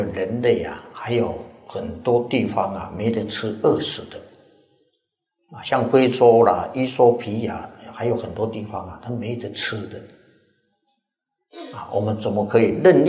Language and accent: Chinese; Taiwan; 我们是台湾来的带些钱在这边蛮好用的